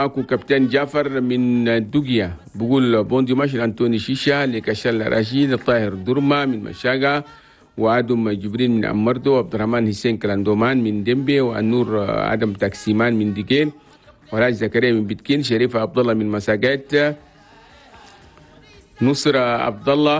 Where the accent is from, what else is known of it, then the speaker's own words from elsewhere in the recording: Chad; العالم وخاصه 23 ولايه بلدنا تشاد